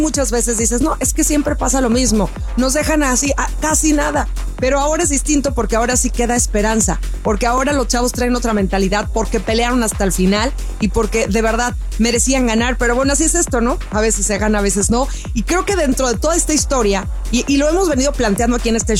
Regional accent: Mexico; soy mexicana, con mucho orgullo.

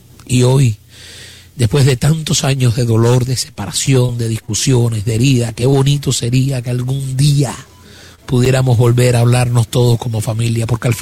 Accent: Cuba; para los que están aquí, para los que están allá y para los que llevan Cuba clavada en el alma. Eso somos nosotros los cubanos

